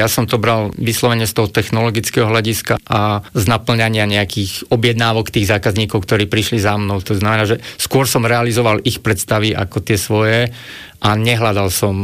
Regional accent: Spišská Nová Ves, Košice Region, Slovakia; ja som zo Spiskej Novej Vsi

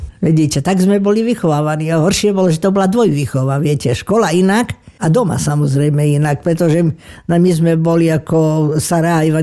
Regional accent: Kežmarok, Prešov Region, Slovakia; born there; Prišli totiž z Prešpúrku, čiže z Bratislavy sem do Kežmarku.

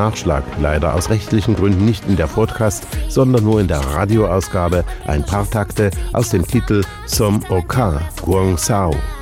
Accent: Germany; now in Slovakia; das muss ich als Deutscher mit langjähriger slowakischer Lebenserfahrung auch mal sagen

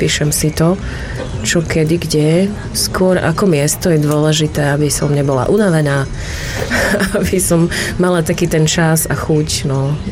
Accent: Prešov, Prešov Region, Slovakia; moved away as an adult; now in Ružomberok, Slovakia; stále som Prešovčanka

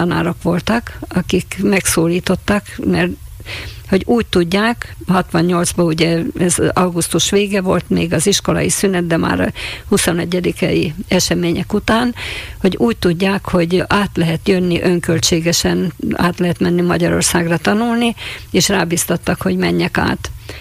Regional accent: Bodva valley, Košice Region, Slovakia; moved away as an adult; also born or lived in Rožňava, Slovakia; now in Galanta, Slovakia; Én tulajdonképpen Kassa és Rozsnyó között körülbelül középúton van a szülőfalum, még Szepsi, ahol érettségiztem

